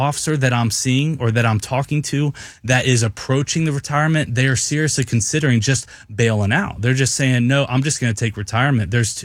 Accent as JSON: {"language": "English", "town": "Cincinnati", "region": "Ohio", "country": "United States", "tie": "born or raised there", "said": "I grew up around Cincinnati"}